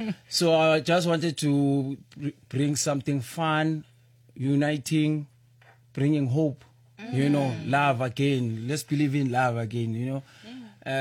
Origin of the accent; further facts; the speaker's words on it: Vosloorus, Gauteng, South Africa; In Vosloorus.